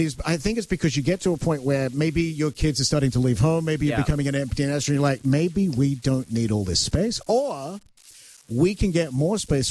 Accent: Australia; Love it. I'm Australian. I'm built for it.

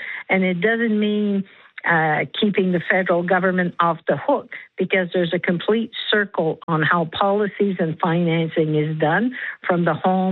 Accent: New Brunswick, Canada; I'm from New Brunswick, but also Manitoba had what we used to call extramural

